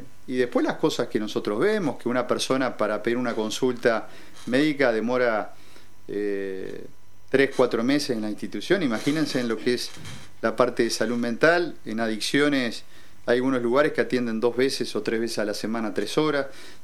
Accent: Tarariras, Colonia, Uruguay; born there; yo nací en Tarariras, lo digo con mucho orgullo, y maternamente mi familia … de Valdense, y orgullosamente mi padre nació de una familia muy humilde, del Quintón

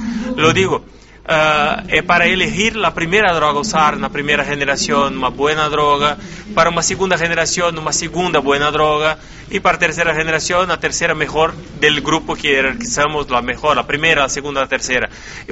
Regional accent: Uruguaiana, Rio Grande do Sul, Brazil; soy de Uruguayana

